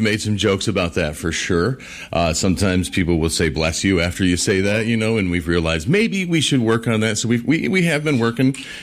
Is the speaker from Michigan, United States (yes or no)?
yes; Grand Rapids, Michigan, United States; I've lived on the southeast side my entire life, too. I still do, and I plan to.